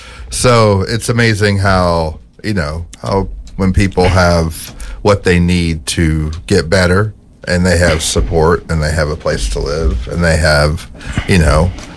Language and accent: English; Appalachia, United States; now in St. Paul, United States; I grew up in Appalachia, so... So it was somewhat suburban, but it was still, and you could kind of go and walk around and be in the middle of nowhere